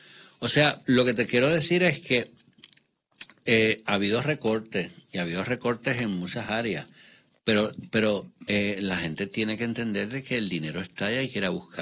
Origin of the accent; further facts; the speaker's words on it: Puerto Rico; somos puertorriqueños, a que somos hispanos, a que somos minoría